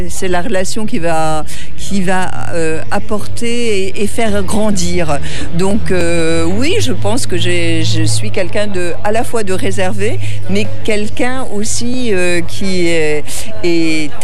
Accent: Brittany, France; je ne suis pas une méditerranéenne non plus, je suis bretonne, donc avec une forme de réserve

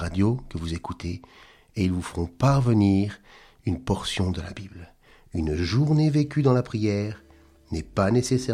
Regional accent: Normandy, France

